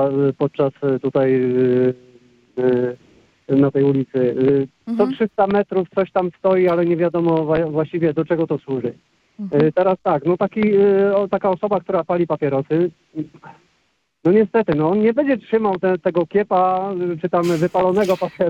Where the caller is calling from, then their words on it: Sieradz, Łódź Voivodeship, Poland; ja nie jestem z Łodzi, jestem akurat z Sieradza